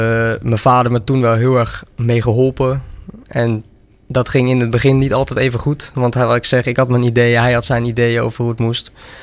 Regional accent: Netherlands; waar kom je vandaan? Ja, uit Nederland.

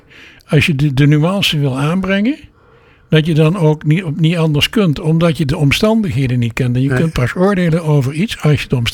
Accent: Venlo, Limburg, Netherlands; In Venlo, waar ik opgegroeid ben, daar was 96% was katholiek

